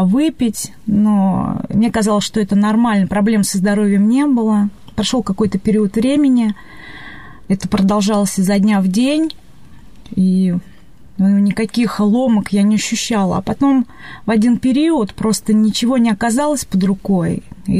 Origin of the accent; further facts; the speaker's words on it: Moscow, Russia; Мне 37 лет, я сама с города Москвы. Там родилась. Родилась я в Советском Союзе.